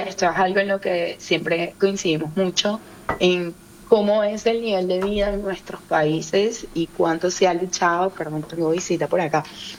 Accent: Venezuela; moved away as an adult; also born or lived in Guri, Venezuela; now in Uruguay; Yo soy 100% caribeña, yo extraño muchísimo la playa, el calor, el sol. Si bien nací en Guri, que es un estado frontera con Brasil, me crié en una zona costera, literalmente la playa, el mar Caribe estaba a 5 minutos de la casa de mi abuela

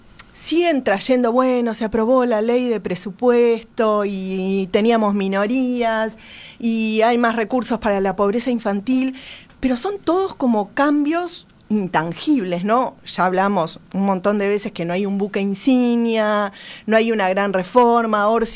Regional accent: Buenos Aires, Argentina; Yo vengo de Buenos Aires, no queremos eso

